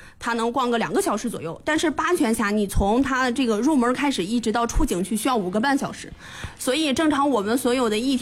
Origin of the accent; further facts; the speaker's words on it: Shanxi, China; 我们山西人还是对这个水还是非常喜欢的。